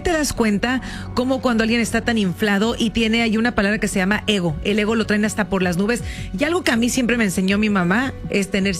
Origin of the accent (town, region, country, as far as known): Mexico